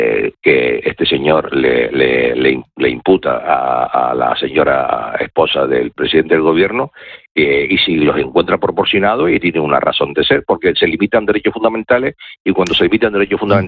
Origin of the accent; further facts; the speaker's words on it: Spain; como en general somos los españoles